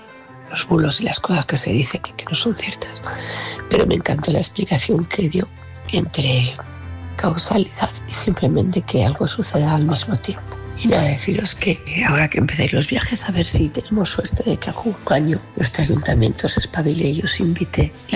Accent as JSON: {"language": "Spanish", "town": "Tudela", "region": "Navarre", "country": "Spain", "tie": "born or raised there", "said": "este fin de semana desde Tudela de Navarra, mi pueblo."}